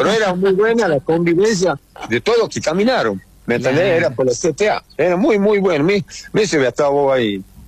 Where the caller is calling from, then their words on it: Buenos Aires, Argentina; Como somos porteños